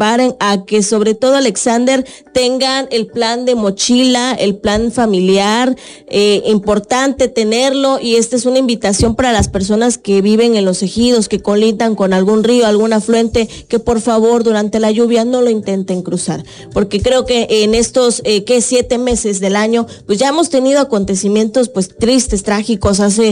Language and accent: Spanish; Chiapas, Mexico; Nosotros como costeños ya pues estamos acostumbrados, ¿verdad?